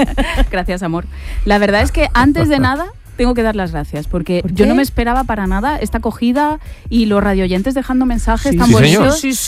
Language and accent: Spanish; Calvià, Balearic Islands, Spain; born or raised there